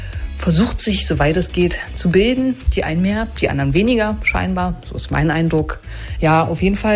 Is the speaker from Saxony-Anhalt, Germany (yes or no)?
yes; Burg, Saxony-Anhalt, Germany; Ja, die Stimmung bei uns in Sachsen-Anhalt, also vor allem hier in Burg, in meiner Heimatstadt, im Landkreis Jerichower Land, ist durchaus angespannt.